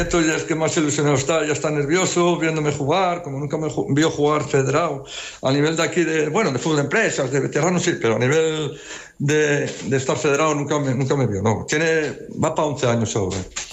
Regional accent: Bilbao, Basque Country, Spain; Me encanta que hayan pasado a la Leti porque soy de Bilbao de toda la vida.

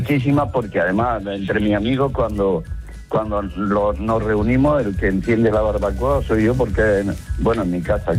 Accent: Almería, Andalusia, Spain; now in Torrelavega, Spain; Efectivamente, vale. Sí, aunque soy de Almería.

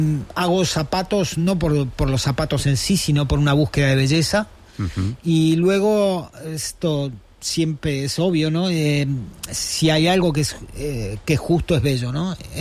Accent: Patagonia, Argentina; Pero luego vi en mi provincia, yo soy de la Patagonia, vi algo que es que me marcó mucho.

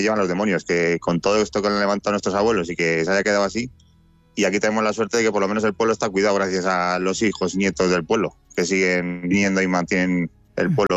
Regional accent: Iriepal, Castilla-La Mancha, Spain; Sí, yo soy de un pueblecito de Guadalajara que se llama Iriepal, que está al lado de Guadalajara. Y ahí es donde me he criado realmente

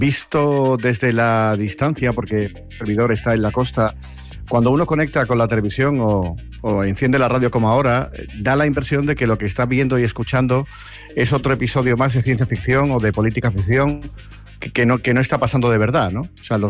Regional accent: Andalusia, Spain; yo soy andaluz, pero mi mujer es madrileña

